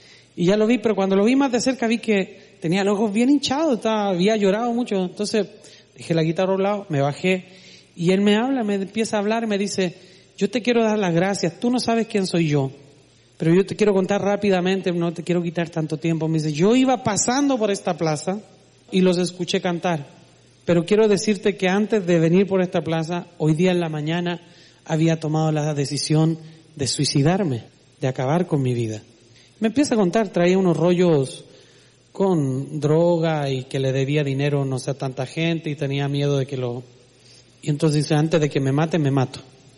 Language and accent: Spanish; Chile